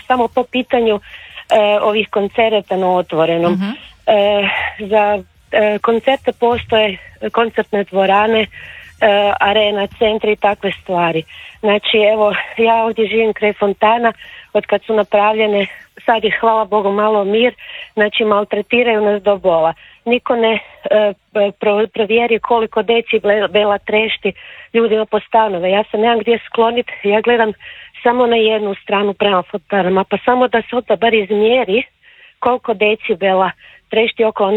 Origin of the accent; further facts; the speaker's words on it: Zagreb, City of Zagreb, Croatia; ja sam odrasla, sam tu starosedjac, znači odrasla sam u Trnju.